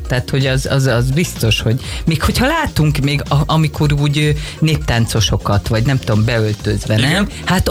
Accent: Palócföld, Hungary; accent: Palóc; palóc. Palóc a tájszólásom.

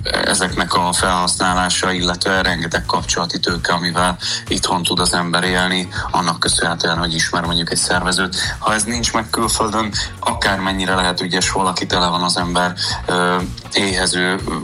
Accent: Hungary

